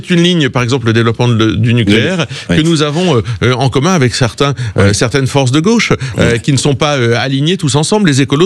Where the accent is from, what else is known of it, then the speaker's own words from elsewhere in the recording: Hauts-de-France, France; born there; Je suis nordiste et picard de naissance.